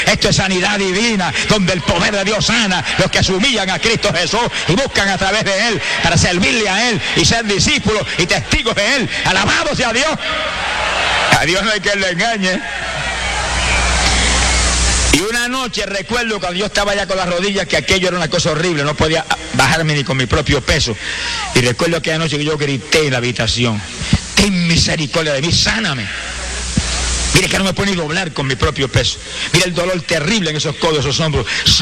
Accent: Puerto Rico

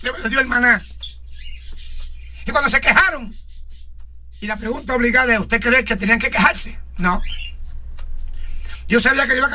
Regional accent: Bayamón, Puerto Rico; moved away; Yo fui a un día a Bayamón, mi pueblo de Puerto Rico.

